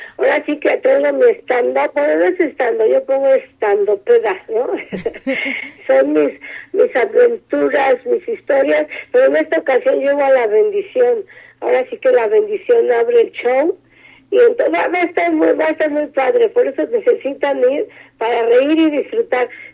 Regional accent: Mexico City, Mexico; born there; Yo soy nacida acá de la Ciudad de México.

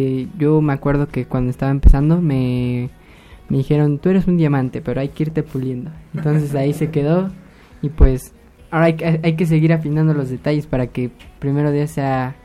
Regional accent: Apizaco, Tlaxcala, Mexico; Yo soy originario de aquí, de Apizaco, Tlaxcala, gracias a Dios. Nazco en el Hospital Regional de San Andrés, Aguas, Guatepec

